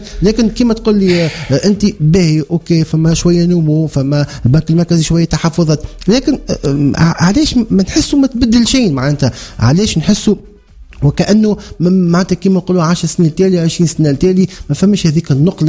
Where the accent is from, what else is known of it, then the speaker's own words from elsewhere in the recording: Tunisia; انا كمواطن تونسي